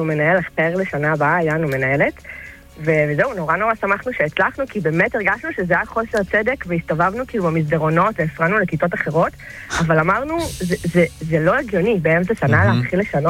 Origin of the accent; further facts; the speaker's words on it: Rishon LeZion, Central District, Israel; אז שהיינו בחטיבה, אני מראשון